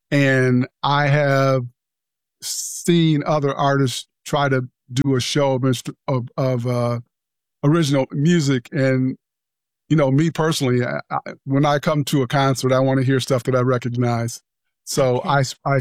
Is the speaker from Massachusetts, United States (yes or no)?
no; East Lansing, Michigan, United States; I'm from Lansing. I grew up in East Lansing. It's right next to me.